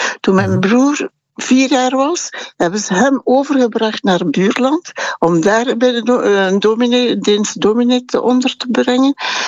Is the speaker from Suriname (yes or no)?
no; Rwanda; now in Belgium; Nee, maar ik ben een metis uit Rwanda.